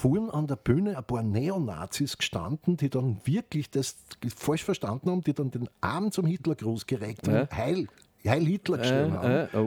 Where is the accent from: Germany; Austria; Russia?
Austria; Limonaden, die es bei uns zu Hause in Österreich nicht gab.